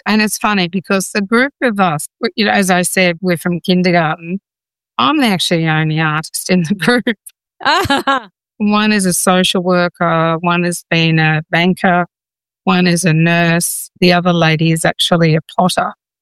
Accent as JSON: {"language": "English", "country": "Australia", "said": "we in Australia"}